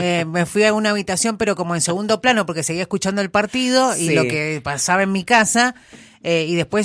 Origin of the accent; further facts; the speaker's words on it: Argentina; lloré como muchos argentinos.